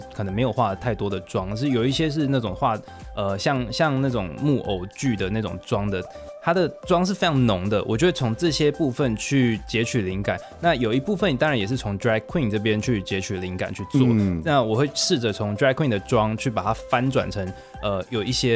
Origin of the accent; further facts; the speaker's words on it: Taiwan; 我是台湾的，我是以前是实践大学服装设计系毕业的